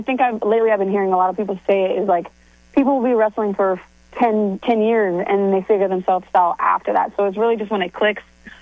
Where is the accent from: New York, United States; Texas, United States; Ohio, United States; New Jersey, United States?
Ohio, United States; I'm from Ohio, so I got a little bit of countryside in me, so.